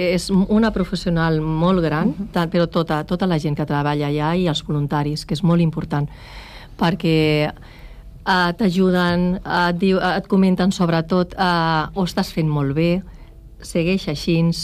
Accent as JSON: {"language": "Catalan", "town": "Calafell", "region": "Catalonia", "country": "Spain", "lives_now": "Santa Oliva, Spain", "said": "Jo sóc de Calafell, bueno. Ara estic vivint a Santa Oliva, bueno, però jo sóc família d'aquí, de Calafell."}